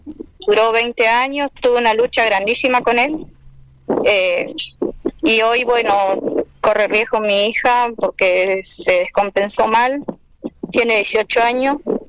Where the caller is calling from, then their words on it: Zapala, Neuquén, Argentina; yo soy de Zapala, sí.